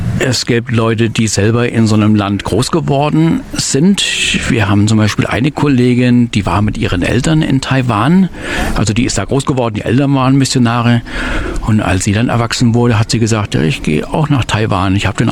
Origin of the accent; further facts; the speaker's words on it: Germany; also born or lived in Cambodia; wir als Deutsche